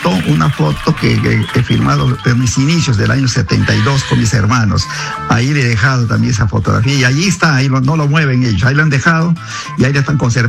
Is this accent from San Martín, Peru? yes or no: yes; Moyobamba, San Martín, Peru; Porque nosotros en realidad no solamente a mi tierra, Moyobamba, que es el corazón de la selva